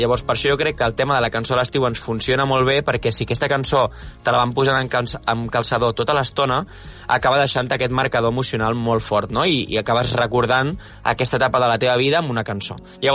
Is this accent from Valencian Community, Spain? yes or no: no; Vidreres, Catalonia, Spain; Vidreres, al meu poble